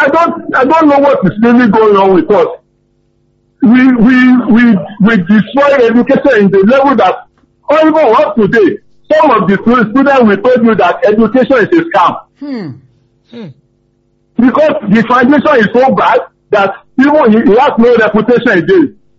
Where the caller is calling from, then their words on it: Ibadan, Oyo, Nigeria; from Apata.